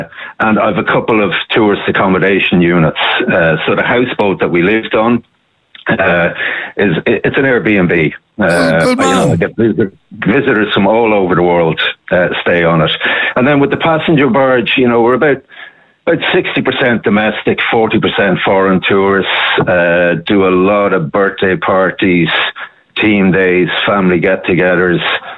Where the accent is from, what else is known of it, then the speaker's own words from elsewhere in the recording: Naas, Kildare, Ireland; I grew up in Naas in Kildare, and in Kildare, you know, you're never far from a canal in Kildare.